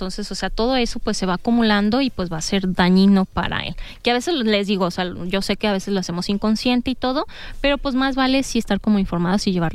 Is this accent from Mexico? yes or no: yes; Mexico